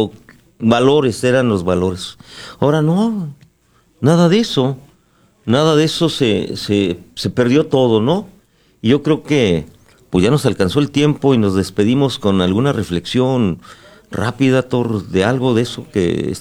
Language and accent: Spanish; Mexico; sigan siendo mexicanos, hombre, defienda la soberanía día a día, no un mes, todo el año, toda la vida, todo lo que puedan, siéntanse orgullosos de ser mexicanos.